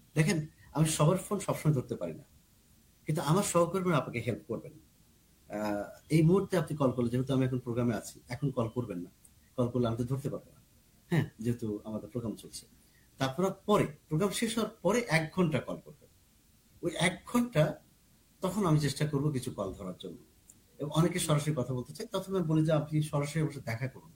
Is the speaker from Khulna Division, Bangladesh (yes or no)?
yes; Kushtia, Khulna Division, Bangladesh; moved away; আমার বাড়ি যেমন কুষ্টিয়া